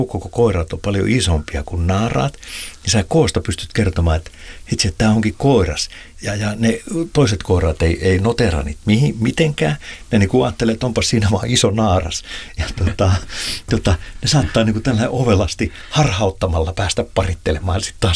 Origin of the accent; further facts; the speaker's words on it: Pori, Satakunta, Finland; Mä muistan 80-luvulla, niin kun mä olen Porista kotoisin, niin siellä oli vielä suokukkoja soitimia